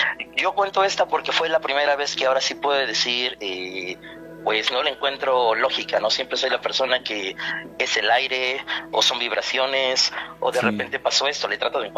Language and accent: Spanish; Atlixco, Puebla, Mexico; Yo soy de Puebla. Sí, señor. Pero toda mi vida estoy en Atlixco.